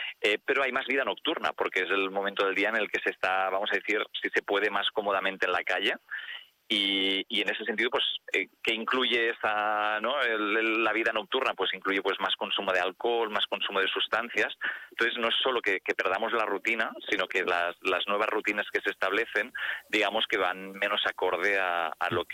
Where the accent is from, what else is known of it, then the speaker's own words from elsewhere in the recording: Figueres, Catalonia, Spain; Mira, yo mismo, en mi tierra, que yo soy del Alt Empordà, de Figueras